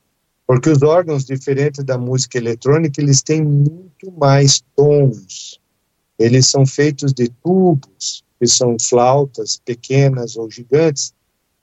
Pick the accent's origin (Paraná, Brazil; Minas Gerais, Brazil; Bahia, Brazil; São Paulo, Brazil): Paraná, Brazil; Curitiba; born there; Eu nasci em Curitiba, lá na Praça Tiradentes.